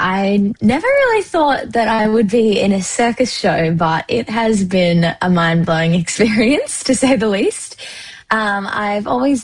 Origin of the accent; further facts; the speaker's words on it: Australia; I'm from Australia.